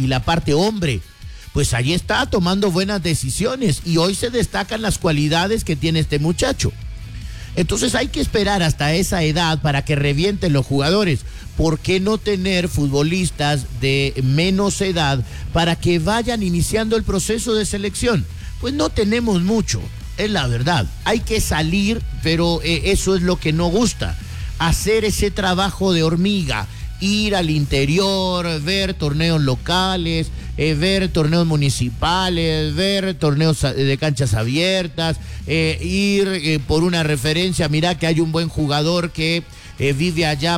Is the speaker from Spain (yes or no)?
no; Guatemala; Somos más guatemaltecos, a eso me refiero, establecidos en la Unión Americana.